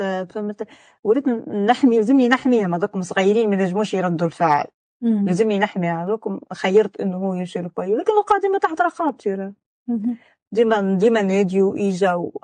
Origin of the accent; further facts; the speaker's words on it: Tunisia; احنا مجتمع تونسي